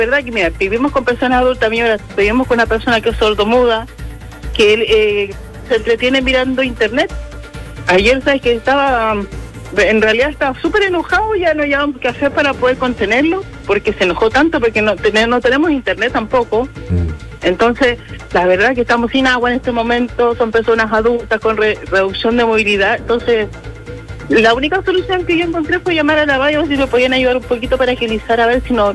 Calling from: Osorno, Los Lagos, Chile; Estoy llamando desde Osorno, de un pueblito cercano a Cancura, directamente en Los Maitenes.

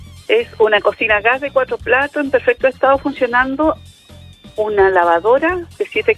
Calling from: Hualpén, Biobío, Chile; soy de Hualpén.

